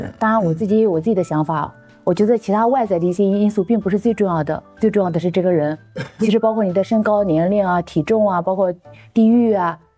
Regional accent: Qingdao, Shandong, China; now in Beijing, China; 我老家是山东青岛。

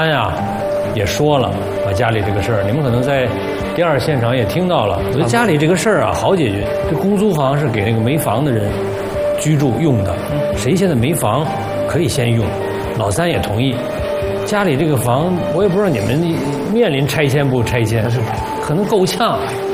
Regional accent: Beijing, China; 这是咱们北京人该做的事儿吗？

